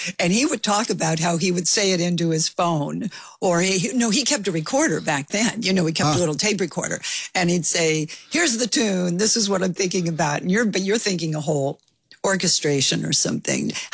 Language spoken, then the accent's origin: English; Los Angeles, California, United States; I grew up in Los Angeles, so I know all about driving adventures.